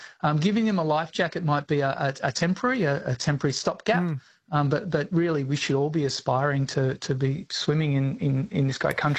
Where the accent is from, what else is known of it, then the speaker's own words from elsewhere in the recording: Australia; It's quite frightening as an Australian to walk into a a swimming environment and see a whole heap of people with life jackets.